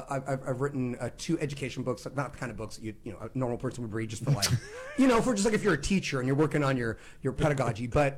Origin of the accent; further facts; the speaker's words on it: Bakersfield, California, United States; So I'm born and bred Bakersfield. Went to Franklin Elementary. Went to Emerson Junior High, went to Bakersfield High School.